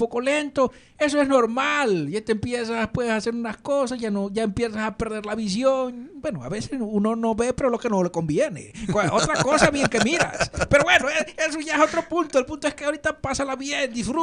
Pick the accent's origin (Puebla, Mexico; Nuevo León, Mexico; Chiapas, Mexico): Chiapas, Mexico; Somos costeños, orgullosamente